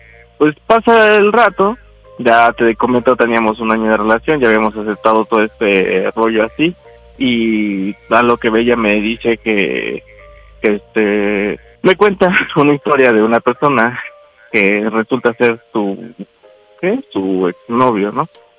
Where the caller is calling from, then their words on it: Veracruz, Mexico; Ok, tengo 28 años, soy del estado de Veracruz.